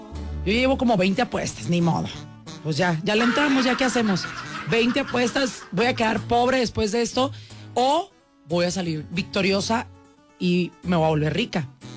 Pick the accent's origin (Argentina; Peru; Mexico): Mexico; Mazatlán, Sinaloa; moved away; me identifica únicamente por mi ciudad natal, ¿no? Por de donde soy, por el lugar en el que nací.